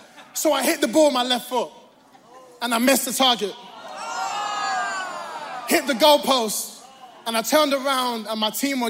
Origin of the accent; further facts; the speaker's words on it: London, United Kingdom; being a Londoner